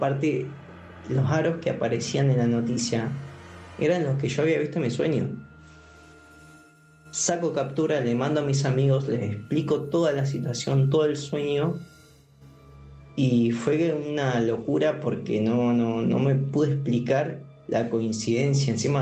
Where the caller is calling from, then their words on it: Viedma, Río Negro, Argentina; Te hablo desde Viedma, el Río Negro.